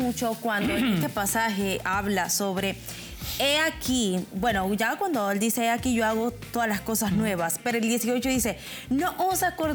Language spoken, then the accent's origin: Spanish; Panama; aún nuestro Panamá puede decir que es un país totalmente libre